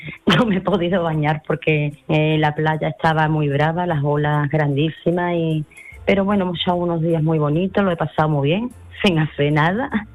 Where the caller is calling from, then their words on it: Seville, Andalusia, Spain; Hola, buenas noches, Manolo. … de Sevilla. Pues nada, ya estamos aquí de vuelta de Fuerteventura.